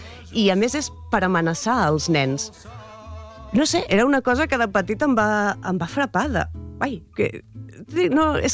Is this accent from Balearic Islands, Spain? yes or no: no; Mataró, Catalonia, Spain; Bueno, jo soc de Rocafonda, també, com en Lamine Yamal